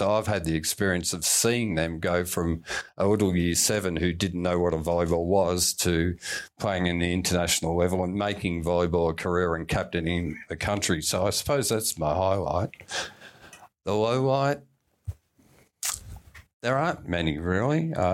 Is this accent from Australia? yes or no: yes; Australia; born there; we didn't really play it as Australian kids.